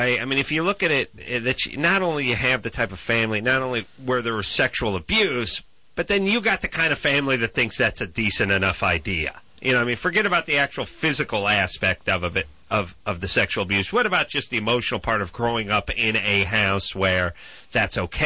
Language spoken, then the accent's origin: English; Los Angeles, California, United States; I grew up a Rams fan. I grew up in Los Angeles, and they moved.